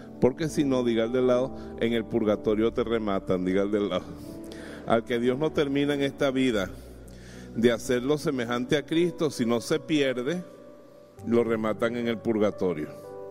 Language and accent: Spanish; Bejuma, Carabobo, Venezuela; mi pueblo Bejuma era la antesala del cielo